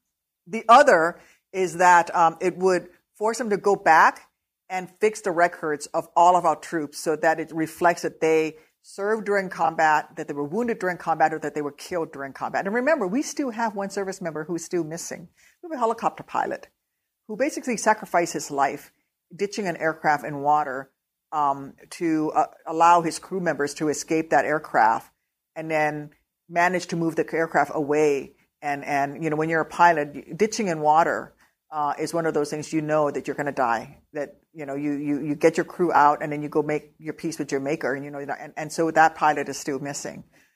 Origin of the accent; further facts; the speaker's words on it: Illinois, United States; So, for example, my home state of Illinois, one of our universities actually provide full four-year ride scholarships in every county to the child of a veteran.